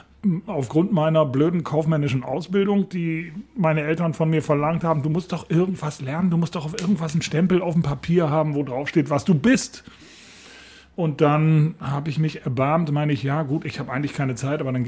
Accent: Bremen, Germany; bin aufgewachsen in Bremen

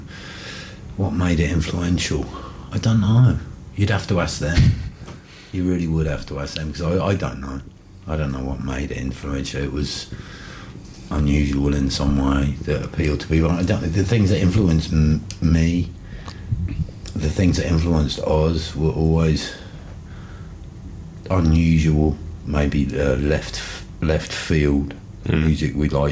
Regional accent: Rugby, West Midlands, United Kingdom; same field where Lewis Carroll used to play rugby when he was a child in rugby. We went to school in my hometown.

